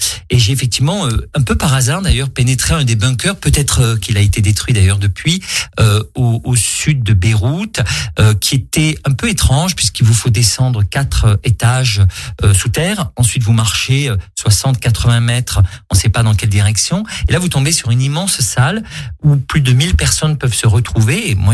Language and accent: French; France; Oui, parce que je suis français aussi.